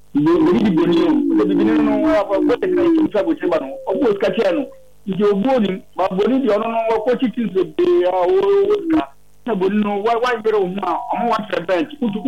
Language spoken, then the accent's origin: English; Obuasi, Ashanti, Ghana; I'm from the Kingston, Kasefri, Obuasi.